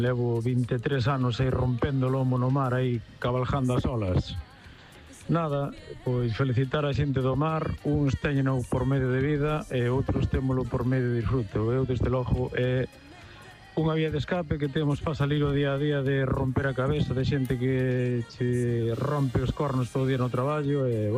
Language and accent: Galician; Galicia, Spain